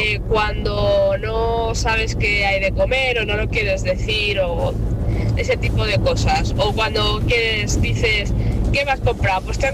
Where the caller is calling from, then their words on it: San Lorenzo de El Escorial, Community of Madrid, Spain; yo soy de San Lorenzo del Escorial, que por cierto ayer ha sido nuestra romería.